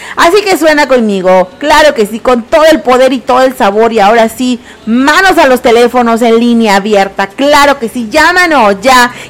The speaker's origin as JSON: {"language": "Spanish", "town": "Tizimín", "region": "Yucatán", "country": "Mexico", "said": "transmitiendo con mucho orgullo, con toda la potencia y todo el corazón desde mi tierra hermosa, desde Tizimín, Yucatán"}